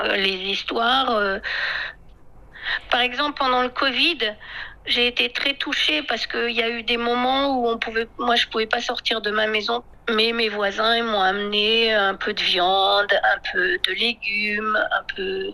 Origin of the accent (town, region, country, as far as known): France